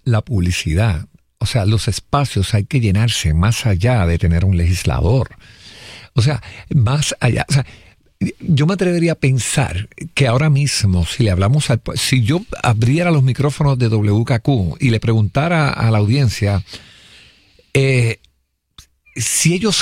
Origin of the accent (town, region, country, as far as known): Puerto Rico